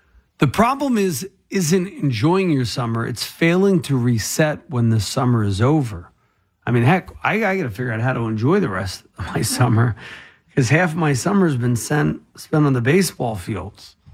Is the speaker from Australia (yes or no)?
no; Ocean County, New Jersey, United States; I'm from Ocean County